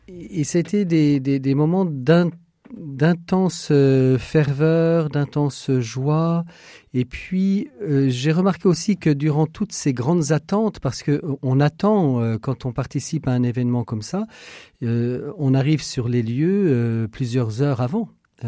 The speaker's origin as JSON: {"language": "French", "country": "France"}